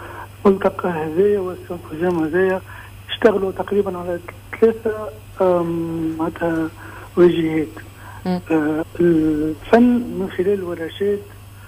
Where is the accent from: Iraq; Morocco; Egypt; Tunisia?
Tunisia